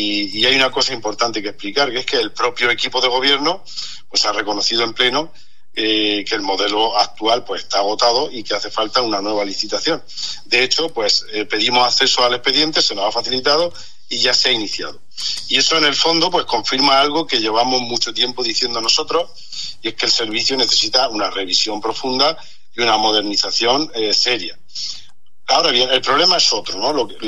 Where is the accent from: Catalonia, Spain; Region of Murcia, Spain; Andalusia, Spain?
Region of Murcia, Spain; Caravaca de la Cruz; somos Caravaca de la Cruz desde el 62